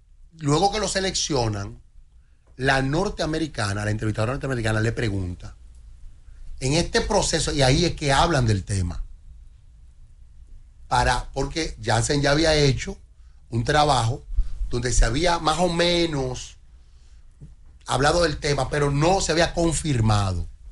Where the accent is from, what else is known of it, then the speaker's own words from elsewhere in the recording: Santo Domingo, Distrito Nacional, Dominican Republic; Yo, que soy de Villa Francisca